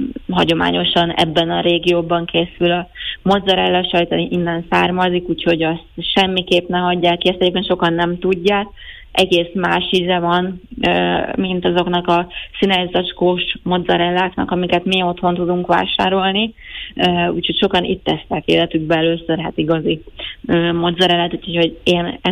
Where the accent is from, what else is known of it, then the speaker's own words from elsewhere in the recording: Budapest, Hungary; now in Naples, Italy; én ugye Budapesten nőttem fel